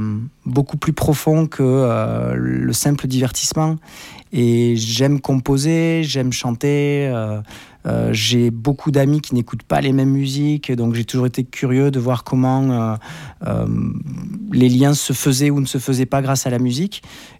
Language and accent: French; France; Même si je suis métropolitain, je veux dire, c'est quand même la France